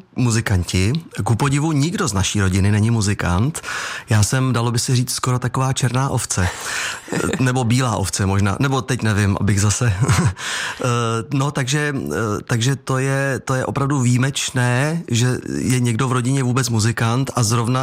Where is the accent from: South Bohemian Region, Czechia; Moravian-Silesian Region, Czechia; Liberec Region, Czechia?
South Bohemian Region, Czechia; České Budějovice; moved away as an adult; now in Prague, Czech Republic; já jsem rodilý Budějčák